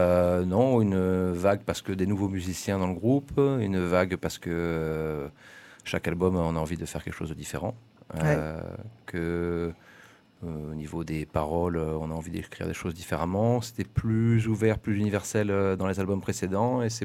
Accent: Aix-en-Provence, Provence-Alpes-Côte d'Azur, France; moi, je suis vers Aix

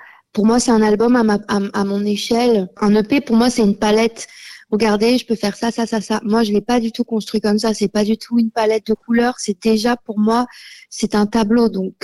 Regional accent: Sanary-sur-Mer, Provence-Alpes-Côte d'Azur, France; moved away; also born or lived in Toulon; je suis née à Toulon, j'ai grandi à Sanary

